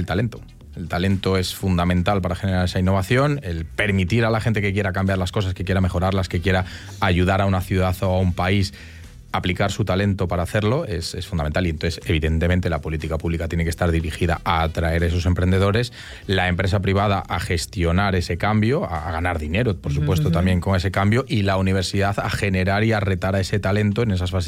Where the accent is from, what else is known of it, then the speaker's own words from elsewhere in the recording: León, Castile and León, Spain; now in Madrid, Spain; yo no soy de Madrid, yo soy de una zona norte de España, de León.